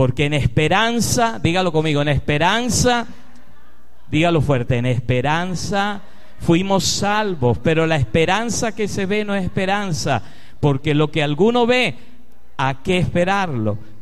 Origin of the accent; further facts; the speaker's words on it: Venezuela; aquellos que somos de Venezuela